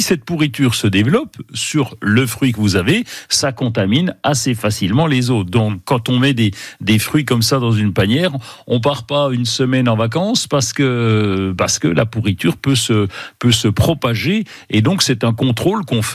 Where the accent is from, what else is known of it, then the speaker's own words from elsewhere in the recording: Bourgogne-Franche-Comté, France; chez nous, en Franche-Comté, ben évidemment, le froid arrive un peu plus vite.